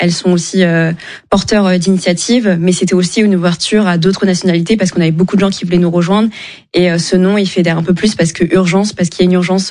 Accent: Chad; Je suis tchadienne, bien sûr.

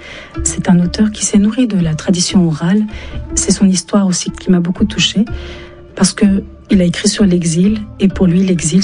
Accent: France; first language Turkish; French is a second language; Pas intruse, mais quand j'allais en Turquie, je réalisais que j'étais française. Et quand je suis en France, on me montre que je ne suis pas tout à fait française parfois, ou combien je peux être turque.

